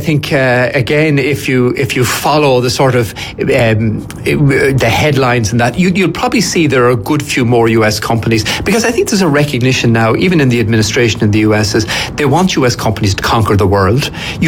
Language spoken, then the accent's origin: English; Athlone, Westmeath, Ireland; In my hometown of Athlone